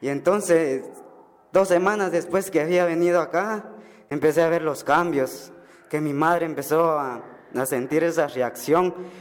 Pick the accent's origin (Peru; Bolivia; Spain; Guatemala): Guatemala; Purulhá, Baja Verapaz; Pues dice, hermano, que yo soy de Purulá, Baja Verapaz.